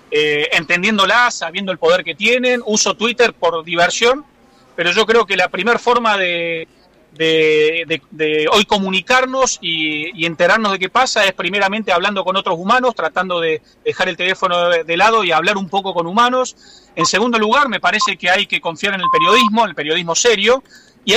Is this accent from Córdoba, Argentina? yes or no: yes; Córdoba, Argentina; Yo consulto diarios de mi provincia, Córdoba, la del interior